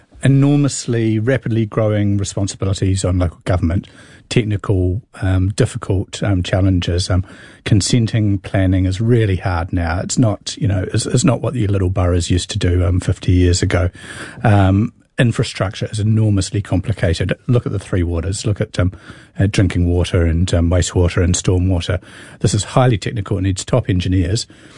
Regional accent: Petone, Wellington, New Zealand; growing up in Petone in the late 80s

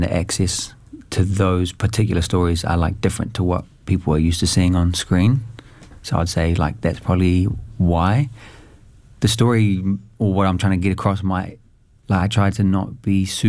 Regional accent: Papua New Guinea; moved away; my home country, Papua New Guinea

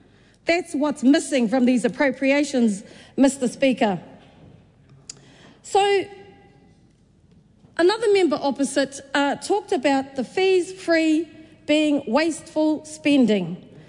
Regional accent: New Zealand; I come from Ikaroa Rāwhiti, where we bring the light every day.

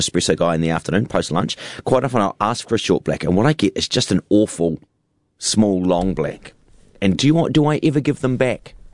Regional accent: New Zealand; I'm a New Zealander, and so I just take it.

